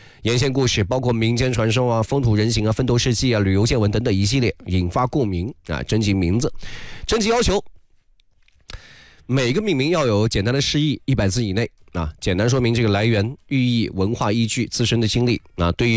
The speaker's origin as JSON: {"language": "Chinese", "town": "Xuancheng", "region": "Anhui", "country": "China", "tie": "born or raised there", "moved": "yes", "said": "宣城市南部，对，我的老家"}